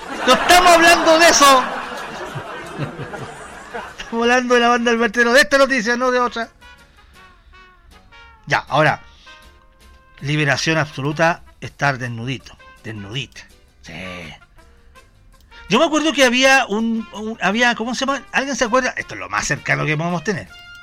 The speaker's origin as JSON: {"language": "Spanish", "country": "Chile"}